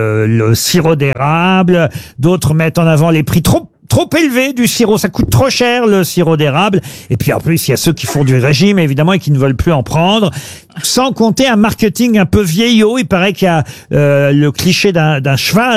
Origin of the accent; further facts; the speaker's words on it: France; chez nous en France